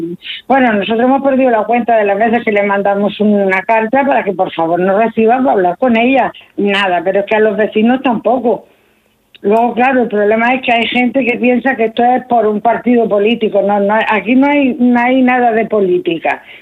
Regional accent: Galicia, Spain

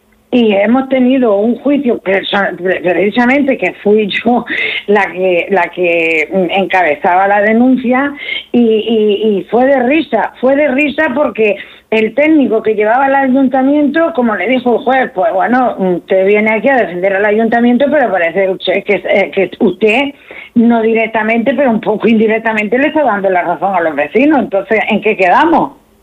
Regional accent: Galicia, Spain; moved away

